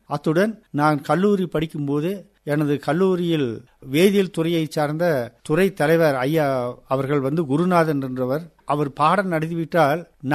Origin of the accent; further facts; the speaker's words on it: Kalinganetti, Tamil Nadu, India; also born or lived in Coimbatore district; நான் வந்து நீலகிரி மாவட்டத்தில் கலிங்கநெட்டி என்ற ஊரில் பிறந்தேன். கோத்தகிரி பார்டர்னு சொல்லி, கோத்தகிரி ஒட்டுநாப்பில் பார்டரில் உள்ளது கலிங்கநெட்டி, உதகை ஒன்றியத்தை சார்ந்த ஊரில் தான் நான் பிறந்தேன். அந்த எங்கள் ஊரில் உள்ள அரசு தொடக்கப்பள்ளியில் தான் நான் 5வது வகுப்பு வரை படித்தேன்.